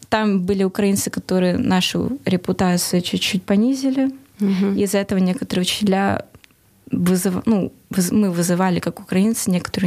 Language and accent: Russian; Ukraine; Russian is a second language; что вот я украинка, еще и одна в классе.